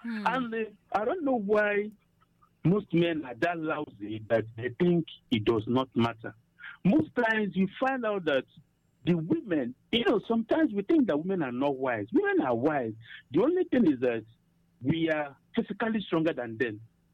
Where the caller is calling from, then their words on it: Enugu, Enugu State, Nigeria; call from Enugu.